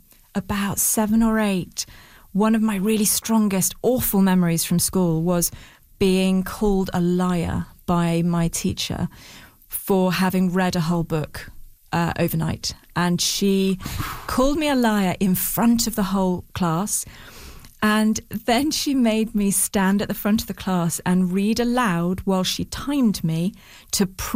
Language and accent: English; United Kingdom; because I'm so British and so awkward